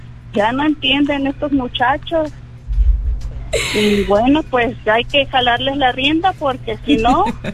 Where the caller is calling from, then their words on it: Xalapa, Veracruz, Mexico; De aquí, de Jalapa.